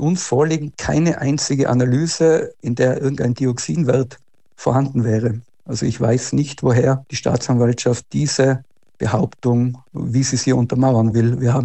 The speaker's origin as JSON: {"language": "German", "country": "Austria", "said": "ich bin ja Österreicher"}